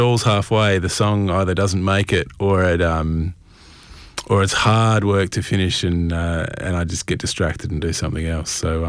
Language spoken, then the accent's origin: English; Adelaide Hills, South Australia, Australia; I grew up in the Adelaide Hills and I've found my way back there after travelling all over the place.